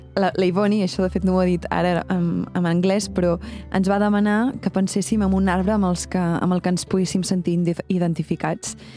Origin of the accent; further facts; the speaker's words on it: Font-rubí, Catalonia, Spain; al meu poble, a Font-rubí